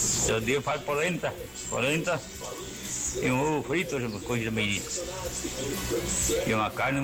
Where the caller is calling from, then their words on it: Rio Grande do Sul, Brazil